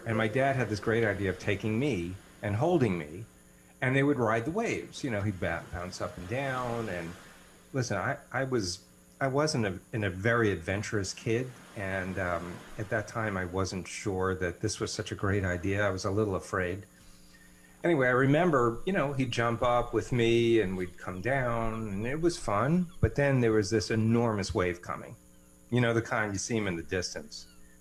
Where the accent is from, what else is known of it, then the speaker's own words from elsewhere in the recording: New York City, New York, United States; I grew up in Coney Island